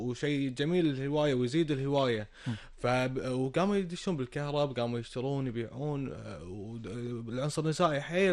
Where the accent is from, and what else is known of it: Kuwait